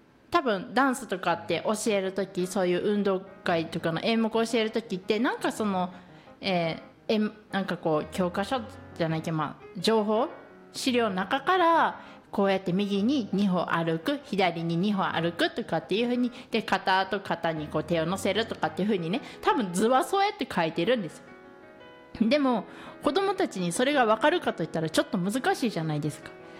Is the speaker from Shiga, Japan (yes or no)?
yes; Higashiomi, Shiga, Japan; 私あの東近江市の五箇所出身なんで